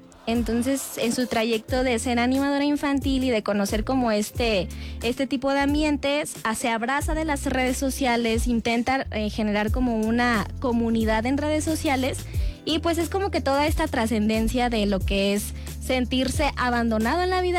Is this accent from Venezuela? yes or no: no; Mexico